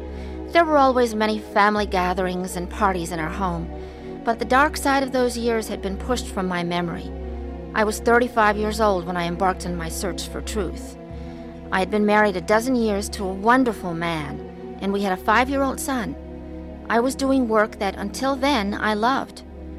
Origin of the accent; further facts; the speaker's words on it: Chicago, Illinois, United States; I was born into an Orthodox Jewish family. My grandparents were Russian, but my parents were born and raised in Chicago, as were my brothers and sister and I.